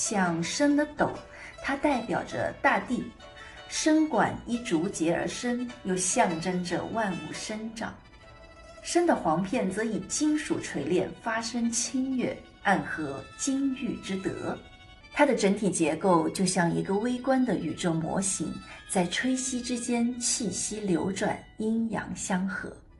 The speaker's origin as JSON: {"language": "Chinese", "region": "Hunan", "country": "China"}